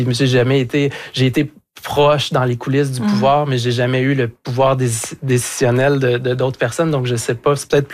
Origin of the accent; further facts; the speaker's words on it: Quebec, Canada; Tu sais, pour revenir plus près de chez nous, au Québec, le premier référendum, René Lévesque, il a terminé avec la chanson